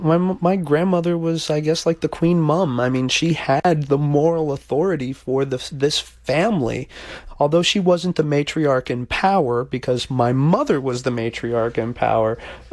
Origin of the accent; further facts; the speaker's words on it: Miami, Florida, United States; Growing up in Miami, especially if you're Hispanic, you straddle two different cultures. You're as equally into … as you are